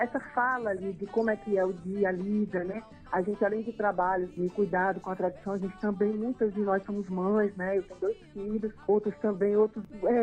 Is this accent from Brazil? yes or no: yes; Brasília, Federal District, Brazil; como eu sou aqui de Brasília, é uma cidade jovem